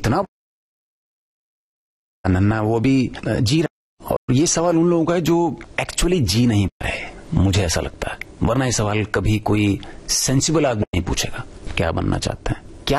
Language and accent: Urdu; Delhi, India; میں دلی میں پیدا ہوا, پلا بڑا وہیں پہ.